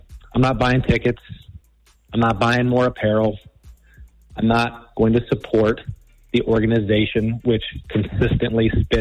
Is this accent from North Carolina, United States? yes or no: no; Ohio, United States; now in Cincinnati, United States; Born and raised in Northeast Ohio, moved down to Cincinnati.